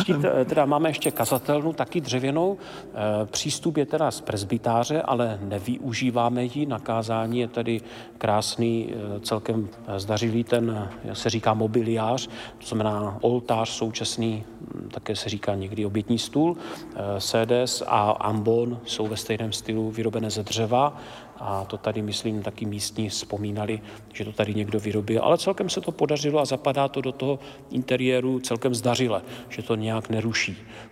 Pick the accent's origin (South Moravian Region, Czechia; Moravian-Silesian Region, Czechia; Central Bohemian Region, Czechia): Moravian-Silesian Region, Czechia; Krnov; born or raised there; now in Nový Bohumín, Czech Republic